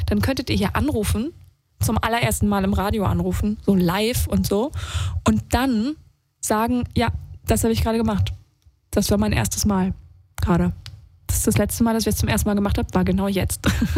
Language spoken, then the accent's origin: German; Saarland, Germany; moved away as an adult; also born or lived in Austria / Croatia; now in Berlin, Germany; Und ich komme nicht aus Berlin, also ich komme eigentlich aus dem Saarland, der so ganz JWD. Und deswegen, und habe zwischendurch aber auch einfach mal ein halbes Jahr in Kroatien gewohnt